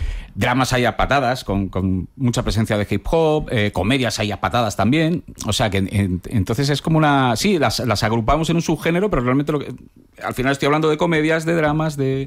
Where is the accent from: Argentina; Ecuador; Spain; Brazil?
Spain; Alcorcón, Community of Madrid; yo soy rapero. O sea, yo me crié en Alcorcón